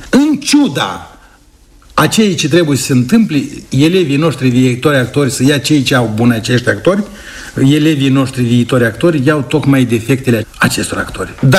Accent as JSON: {"language": "Romanian", "country": "Moldova"}